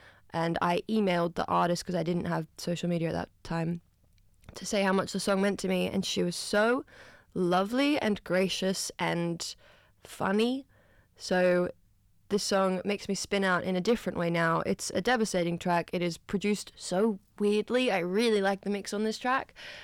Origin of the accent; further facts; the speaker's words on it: New South Wales, Australia; I grew up on Wangal and Awabakal land